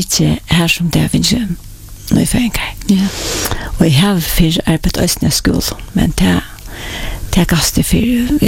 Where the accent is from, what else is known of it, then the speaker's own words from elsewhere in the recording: Klaksvík, Norðoyar, Faroe Islands; Jag är uppvuxen i Klagsvik. Och jag är född i Surveje. Bodde först i 5 år i Surveje. Och så flottade föräldrarna med Klagsvik.